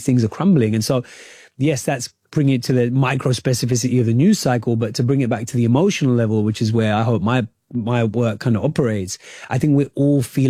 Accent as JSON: {"language": "English", "country": "United Kingdom", "said": "I found massive parallels with my own lived experience as a British Asian."}